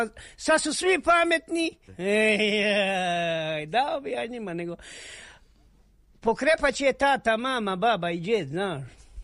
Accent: Konjic, Federation of Bosnia and Herzegovina, Bosnia & Herzegovina; now in Višegrad, Bosnia and Herzegovina; 20.000 je nas izbjeglica došlo u Višegrad, 95. 20.000. U tih 20.000 sad nema 5.000 stanovnika. Ja sam došao iz Konjica, iz Hercegovine.

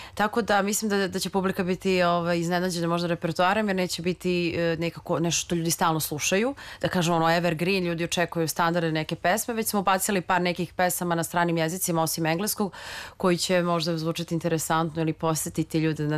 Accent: Serbia; nego mi kao mi Srbi ili iz regiona.

